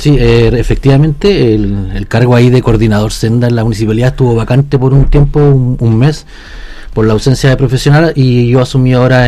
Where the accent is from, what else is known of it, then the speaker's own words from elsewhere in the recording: Santiago, Santiago Metropolitan, Chile; now in Freire, Chile; así que soy un fresiano adoptado, como se diría, porque vengo de afuera, vengo de Santiago, pero ya estoy radicado aquí hace más de 10 años